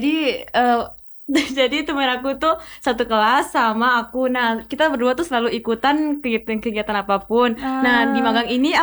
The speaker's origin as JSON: {"language": "Indonesian", "town": "Ternate", "region": "North Maluku", "country": "Indonesia", "said": "Aku dari Ternate."}